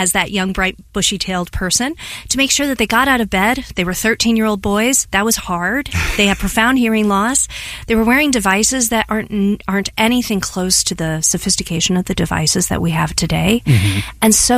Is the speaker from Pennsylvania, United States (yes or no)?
no; St. Louis, Missouri, United States; I hear stories like mine all the time, where I grew up in St. Louis and I went away to college and I found myself back at home over a holiday break.